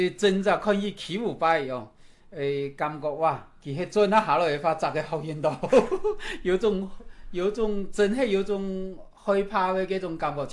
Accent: Guangdong, China; 两个班都会只有我一个广东人。

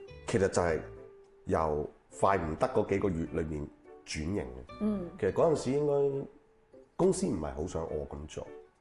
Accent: China; 其實呢句嘢咧係呢個品牌轉到落我哋中國人手上之後

